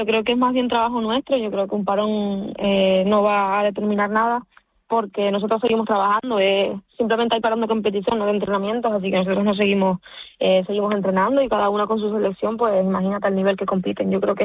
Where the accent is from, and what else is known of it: Canary Islands, Spain